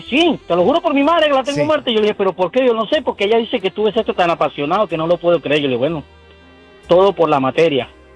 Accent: Venezuela; now in Chicago, United States; Yo soy venezolano.

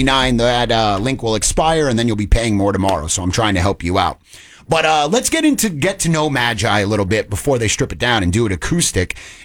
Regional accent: New Jersey, United States; moved away; I am proudly from the terrible state of New Jersey. And I left just like you.

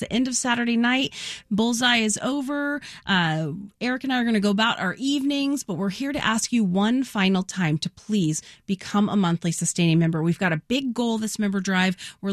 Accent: Los Angeles, California, United States; I grew up in Los Angeles, so I don't know what real tree camouflage is.

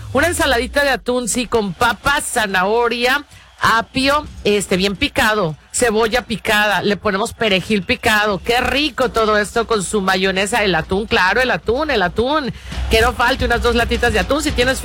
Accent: Jalisco, Mexico

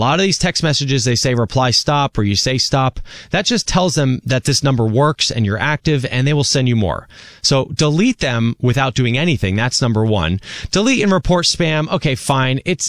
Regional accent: New Jersey, United States; I grew up with those Twin Towers. I could see them from my street where I grew up in New Jersey

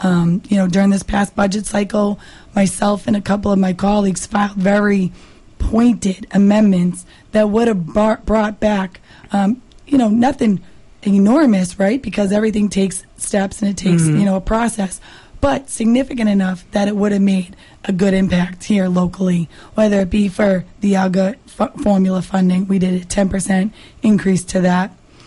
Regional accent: Abington, United States; I was born and raised in Abington. I'm raising my family now in the same community of Abington.

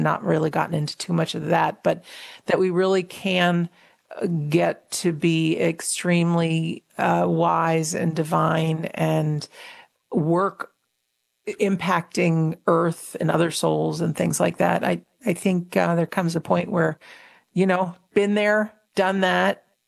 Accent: Connecticut, United States; also born or lived in Minnesota; now in Rhode Island, United States; But I grew up in Connecticut, born in Minneso

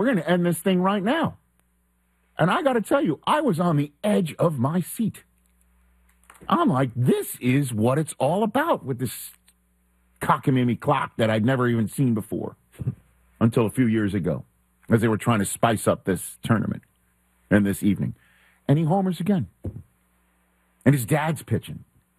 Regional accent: New York City, New York, United States; I'm from New York City that's just up, you know, the Acela, that's just up the Turnpike.

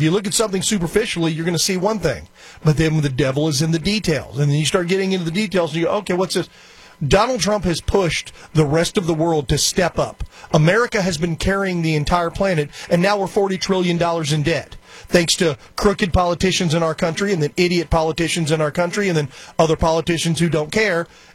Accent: Texas, United States; being born and raised in Texas, I was acclimated to the heat for 50-plus years.

